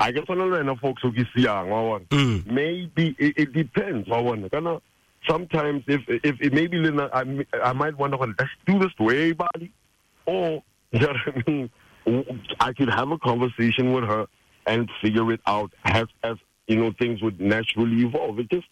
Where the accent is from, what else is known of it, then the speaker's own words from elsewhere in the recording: Jwaneng, Southern District, Botswana; You know, I grew up in Jwaneng amongst like a golden era pretty much that, you know, Debswana had ushered in and afforded us, you know. So we had a cosmopolitan, multicultural environment.